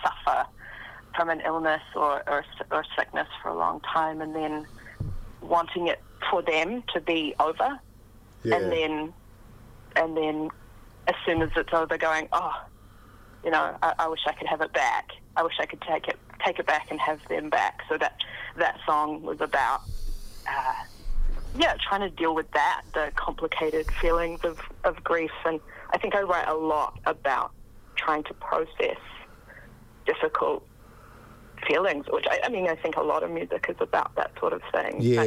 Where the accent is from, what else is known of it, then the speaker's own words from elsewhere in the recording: Auckland, New Zealand; I'm from Auckland, New Zealand, born and bred.